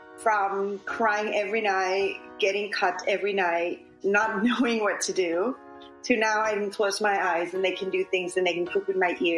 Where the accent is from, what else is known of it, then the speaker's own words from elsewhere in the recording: Chiang Mai, Thailand; Growing up in Chiang Mai, I experienced so many beautiful, wonderful things, especially the old school way of cultures.